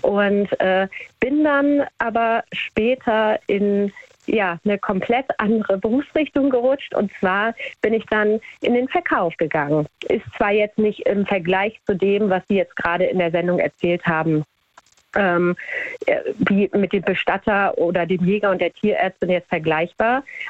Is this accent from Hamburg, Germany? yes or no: yes; Hamburg, Germany; Ich komme aus Hamburg